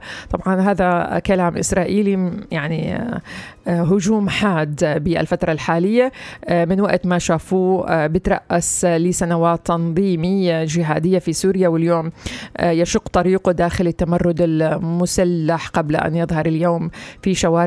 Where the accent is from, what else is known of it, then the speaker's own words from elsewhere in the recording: Palestine; احنا كفلسطينيين